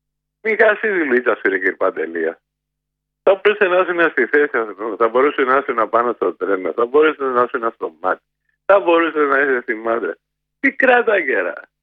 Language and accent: Greek; Nikaia, Attica, Greece; born there; Εγώ γεννήθηκα στην Κογκινιά από εργάτε.